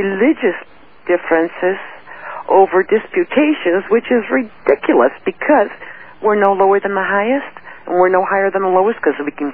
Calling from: Kalispell, Montana, United States; I'm in Kalispell, Montana. Well, out of town in a cabin in the mountains.

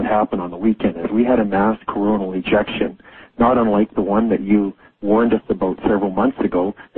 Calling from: British Columbia, Canada; I'm calling from Southwest British Columbia.

